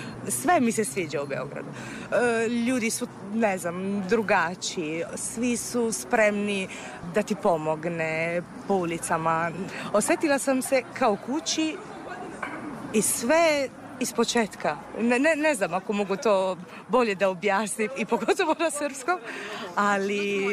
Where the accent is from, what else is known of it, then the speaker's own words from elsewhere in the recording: Bari, Apulia, Italy; Serbian is a second language; now in Serbia; I tada sam znala samo 3-4 rečenice na srpskom. Kao … dolazim iz Barija